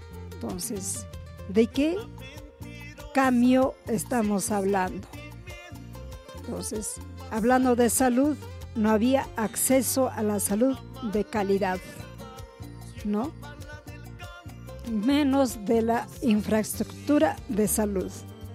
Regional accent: Ayacucho, Peru; Me siento orgullosa de ser peruana, ayacuchana y bien sangre huamanguina para expresarlo, mi lengua materna.

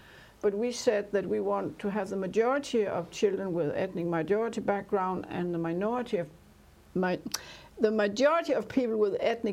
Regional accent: Central Denmark Region, Denmark; English is a second language; I'm a really from Jutland, yeah. Not from Copenhagen.

